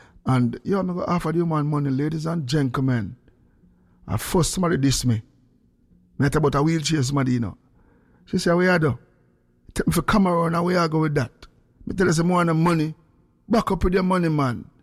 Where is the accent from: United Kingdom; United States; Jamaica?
Jamaica; Especially when you're in a business as a Jamaican.